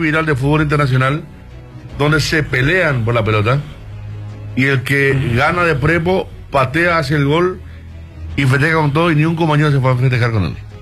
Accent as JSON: {"language": "Spanish", "country": "Paraguay", "said": "Yo soy paraguayo natural."}